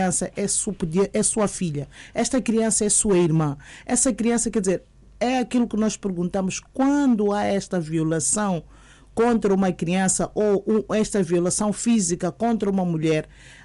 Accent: Sidengel, Gaza, Mozambique; born there; Por acaso, Sidengel é onde eu nasci, não estou a dizer a querer estar a ir para o, porque os meus pais são provenientes de Sidengel

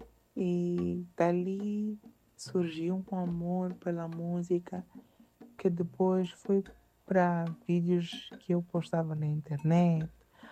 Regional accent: Maputo, Maputo City, Mozambique; born there; nasci em Maputo, Moçambique, mas de mamãe Macua. Então as minhas raízes também são em Nampula.

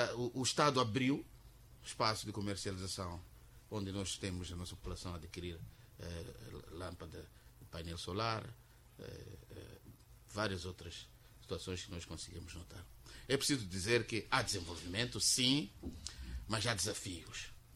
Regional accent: Quelimane, Zambezia, Mozambique; Eu cresci em Kilimane, nos bairros

